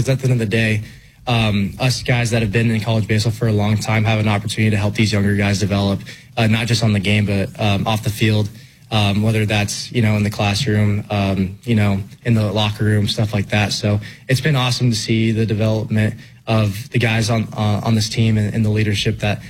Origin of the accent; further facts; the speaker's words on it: Colorado, United States; So going down to Arizona, my parents just moved down there. So I'm still from Colorado, but they're like, oh, you're from Arizona now. I'm like, no, I'm not.